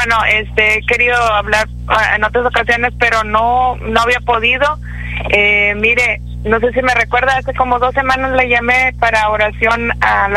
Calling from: Díaz Ordaz, Mexico; Soy de Díaz Ordaz, hermano.

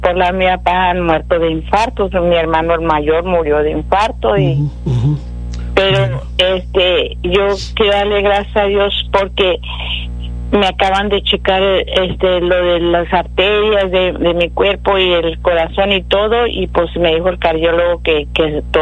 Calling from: Brownsville, Texas, United States; soy de Brownsville.

